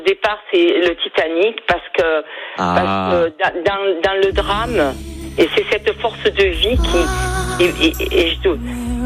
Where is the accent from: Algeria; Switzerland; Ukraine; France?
France; Perpignan, Occitanie; accent: Perpignan; J'ai l'accent perpignanais, je suis désolée.